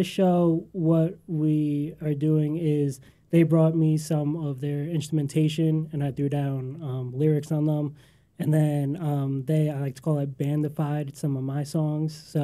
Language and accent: English; New York, United States; From Long Island, yeah.